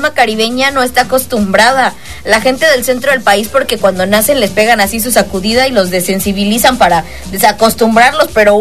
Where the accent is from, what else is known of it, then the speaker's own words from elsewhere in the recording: Mexico; ¿Cómo somos los mexicanos que nos burlamos de todo?